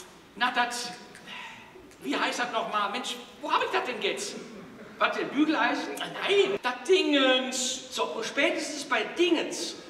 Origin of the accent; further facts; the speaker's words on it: Bonn, North Rhine-Westphalia, Germany; Ja, vor allem in Bonn, in meiner Heimatstadt Bonn, steckt momentan extrem fest